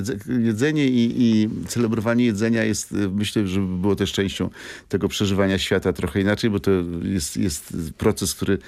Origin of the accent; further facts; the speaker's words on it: Warsaw, Masovian Voivodeship, Poland; Żartowaliśmy, że jesteśmy razem z Mokotowa